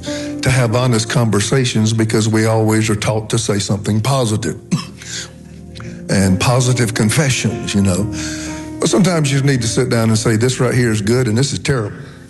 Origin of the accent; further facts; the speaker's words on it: the South, United States; now in San Francisco Bay Area, United States; I come from the South